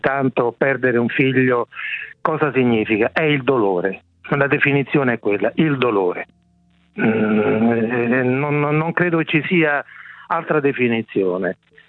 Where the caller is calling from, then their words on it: Rome, Lazio, Italy; Io sono di Roma, sì.